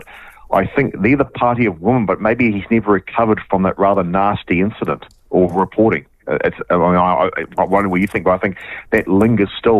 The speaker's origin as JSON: {"language": "English", "town": "Cambridge", "region": "Waikato", "country": "New Zealand", "lives_now": "Auckland, New Zealand", "said": "I came from Cambridge, which, like smaller towns, is serviced largely by volunteer fire officers."}